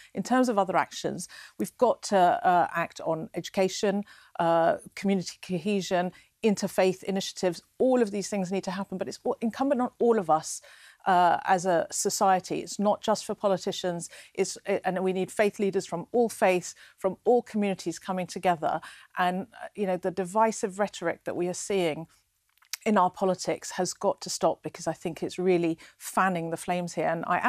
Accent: London, United Kingdom; I grew up in Golders Green

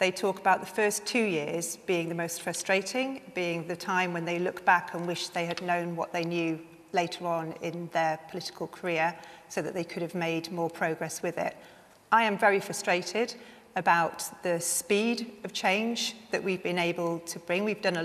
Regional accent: Darlington, North East England, United Kingdom; I got elected to Parliament for my hometown in Darlington

